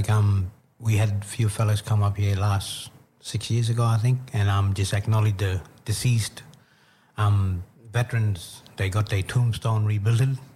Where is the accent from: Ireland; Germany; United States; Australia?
Australia; Western Australia; also born or lived in Derby; I'm from Derby. Grew up all around the Kimberley, and my mob, yeah, I'd basically say from all over the Kimberley.